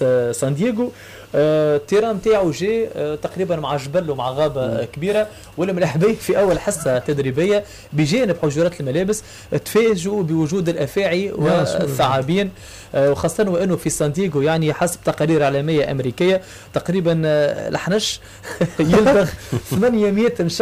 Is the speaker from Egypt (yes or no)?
no; Tunisia